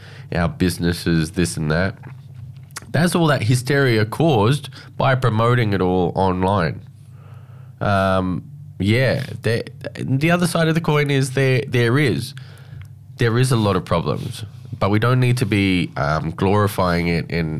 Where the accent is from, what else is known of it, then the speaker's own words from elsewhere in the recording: Alice Springs, Northern Territory, Australia; When people, if I go into state and they say, oh, I'm from Alice Springs, they're kind of, it's like, really?